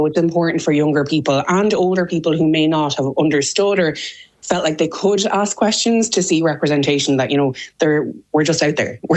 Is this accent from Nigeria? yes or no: no; Leinster, Ireland; now in Kilkenny, Ireland; So I'm not originally from Kilkenny. I'm one of those blow-ins that, those pesky blow-ins. But I'm from Westmeath, and we would not have had a Pride.